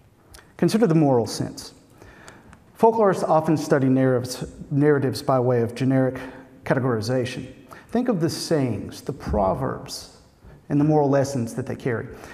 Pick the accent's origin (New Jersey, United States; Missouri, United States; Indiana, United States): Indiana, United States; I see organized food gathering, and I came from Indiana.